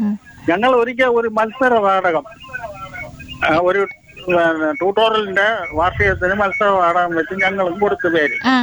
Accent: Ambalathinkala, Kerala, India; സ്ഥലം അമ്പലത്തിങ്കാലയാണ്.

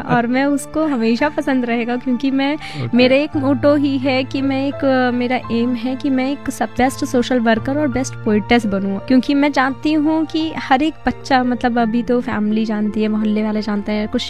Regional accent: Ayodhya, Uttar Pradesh, India; मैं अयोध्या फैजाबाद नियावा से बिलोंग करती हूँ, नियावा एक जगह है, वहाँ पर बिलोंग करती हूँ।

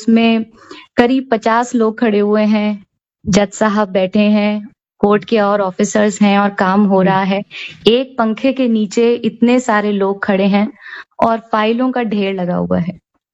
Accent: Rajasthan, India; also born or lived in Gujarat; बचपन में हम गुजरात में थे, फिर हम राजस्थान शिफ्ट हुए, राजस्थान के कई शहरों में रहे सर, और इसी तरह से मेरी पढ़ाई भी अलग अलग शहरों में हुई है।

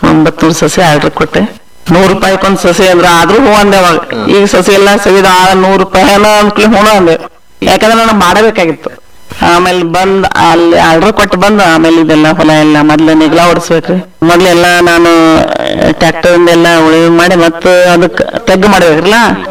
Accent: Metal, Karnataka, India; ನಮ್ಮ ಊರು ಮೇಟಾಲ್, ಮೇಟಾಲ್ ಗ್ರಾಮದ ವಾಸಿ ಇರುತ್ತೇನೆ.

